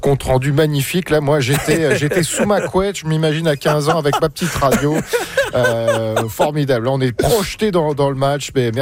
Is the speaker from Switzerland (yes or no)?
no; France; On dit chez moi en France